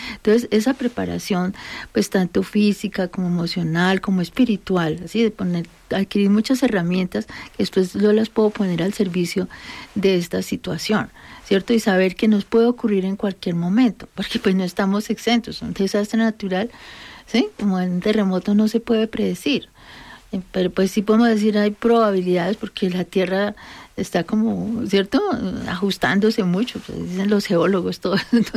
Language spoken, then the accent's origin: Spanish; Colombia; nos ha caracterizado como colombianos